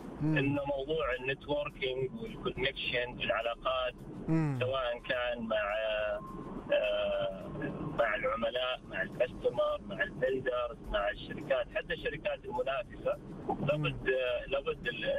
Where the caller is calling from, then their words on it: Eastern Province, Saudi Arabia; من الشرقية.